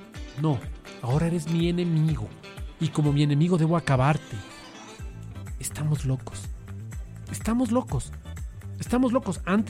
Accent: Quito, Pichincha, Ecuador; Yo como quiteño era encantado, encantado.

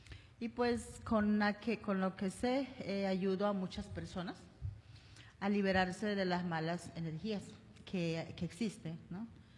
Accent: Colombia; moved away as an adult; now in Manta, Ecuador; Soy de Colombia y ya tengo 20 años aquí en esta hermosa ciudad que es Manta, Manabí.

